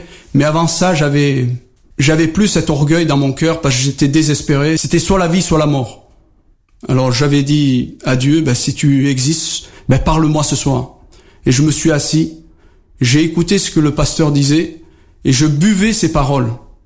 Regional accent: Algeria

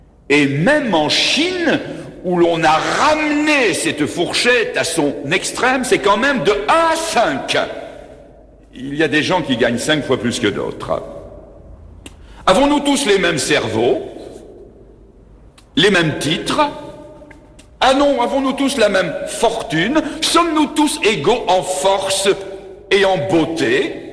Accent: Belgium; Moi je viens d'un petit pays qui est grand comme deux mouchoirs de poche.

